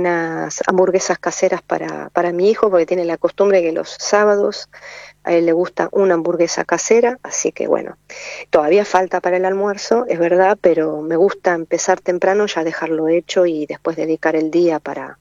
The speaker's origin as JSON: {"language": "Spanish", "country": "Argentina", "moved": "yes", "said": "en el pueblo, que es un pueblo chiquito donde vivimos, somos tres familias argentinas"}